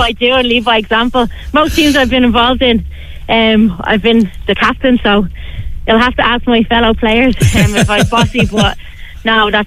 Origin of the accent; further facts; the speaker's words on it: Enniskerry, Leinster, Ireland; I'm actually local, so obviously I'm from Enniskerry. I grew up playing football in Enniskerry as well